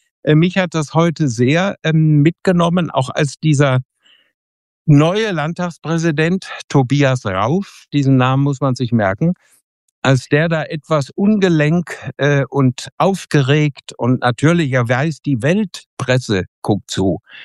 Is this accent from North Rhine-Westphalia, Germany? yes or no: yes; Bünde, North Rhine-Westphalia, Germany; in Bünde in Westfalen, in meiner Heimat, viele unserer Zuschauer hoffentlich treffen werde